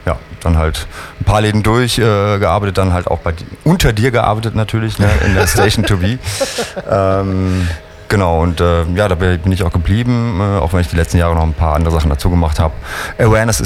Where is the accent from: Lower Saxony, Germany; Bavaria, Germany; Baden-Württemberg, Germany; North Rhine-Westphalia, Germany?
North Rhine-Westphalia, Germany; now in Cologne, Germany; aus Köln, ein zugereister Kölner dazu gesagt, ursprünglich Sauerländer